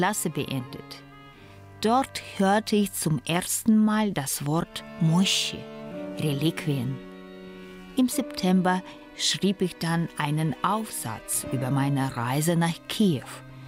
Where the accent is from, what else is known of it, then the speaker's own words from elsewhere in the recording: Moscow, Russia; now in Hamburg, Germany; Eltern kommen aus 2 kleinen Städten in der Nähe von Kiew. Ich bin in Moskau aufgewachsen und lebe seit vielen Jahren in Hamburg.